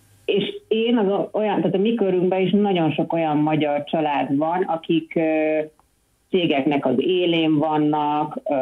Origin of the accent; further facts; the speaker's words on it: Hungary; moved away as an adult; also born or lived in Bogotá, Colombia; now in Villa de Leyva, Colombia; tehát ebbe a Villa de Leyba településbe itt 8 éve már, és igazából ugye én Magyarországon nőttem fel, ott születtem, és hát az utóbbi, igen, 12 év körülbelül, amit így külföldön húzamosabban élek már, 12-13 év.